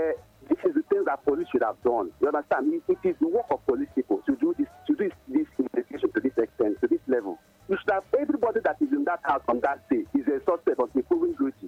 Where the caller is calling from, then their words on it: Nigeria; I'm calling from Nigeria.